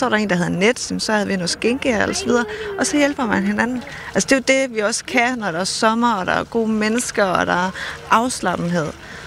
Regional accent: North Denmark Region, Denmark; jeg er fra Nordjylland, vi bor på Sjælland

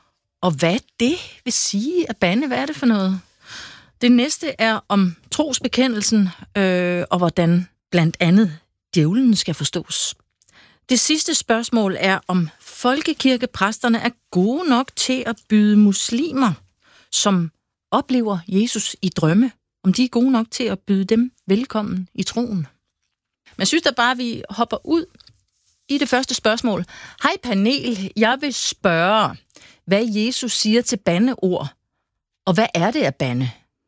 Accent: Jutland, Denmark; nu kommer jeg jo fra Jylland

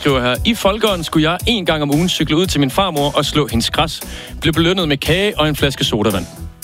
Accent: Holstebro, Central Denmark Region, Denmark; blev min mor kæreste med en iransk mand, der selvfølgelig skulle have pizzeria i Holstebro, der hvor jeg kommer fra.

